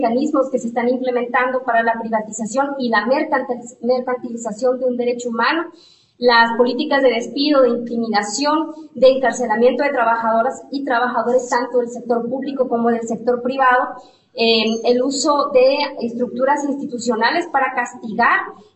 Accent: El Salvador; como sociedad salvadoreña debemos de analizar.

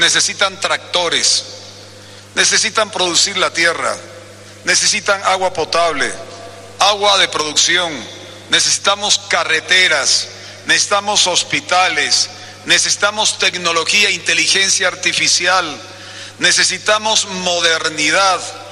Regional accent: Tarija, Bolivia; Yo los invito, paseños, como tarijeño, como boliviano, pero también como un amante de La Paz

